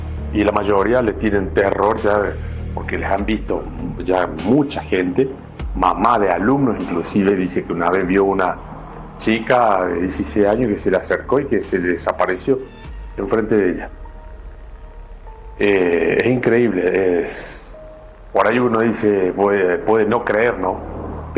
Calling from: Córdoba, Argentina; los escucho desde Córdoba Capital.

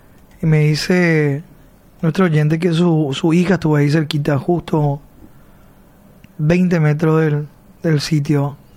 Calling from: Luque, Central, Paraguay; Feliz cumpleaños a mi esposo David Segovia. Feliz cumpleaños a mi esposo David. Le estamos viendo de Luque

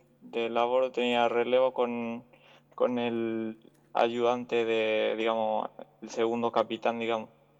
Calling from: Spain; No, yo vivo en España

